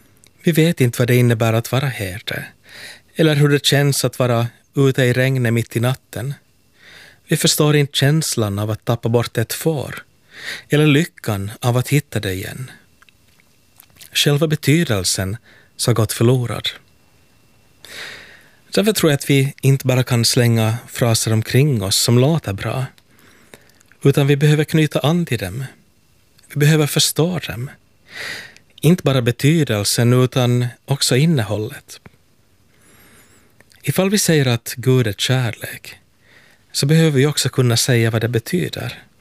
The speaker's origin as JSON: {"language": "Swedish", "town": "Helsinki", "region": "Uusimaa", "country": "Finland", "said": "från Helsingfors."}